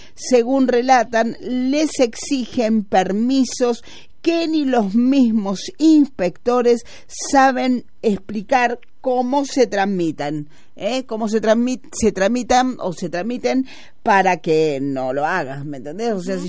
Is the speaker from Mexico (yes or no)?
no; Argentina; nosotros somos Argentina